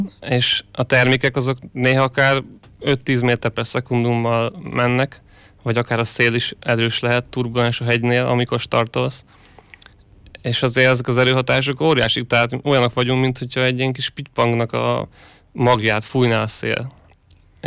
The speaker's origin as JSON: {"language": "Hungarian", "country": "Hungary", "said": "Hát szerintem magyarként átrepülni a Balatont, az mindig óriási élmény."}